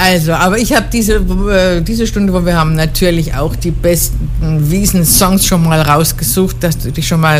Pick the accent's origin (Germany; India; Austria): Austria; ich kann wild bayerisch, ich bin Österreicherin.